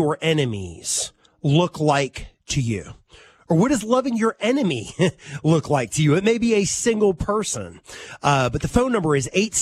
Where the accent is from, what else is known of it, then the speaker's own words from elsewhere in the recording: Winston-Salem, North Carolina, United States; You know, I grew up in Winston-Salem here and all of that, had a good family and this, that, and the other.